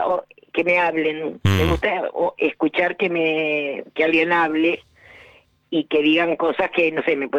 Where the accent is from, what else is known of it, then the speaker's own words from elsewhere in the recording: Lanús, Buenos Aires Province, Argentina; Yo soy de Lanús.